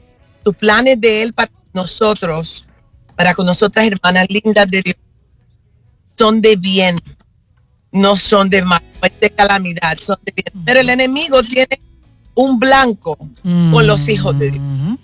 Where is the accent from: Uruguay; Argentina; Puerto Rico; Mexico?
Puerto Rico; born there; Nací en la bella isla de Puerto Rico.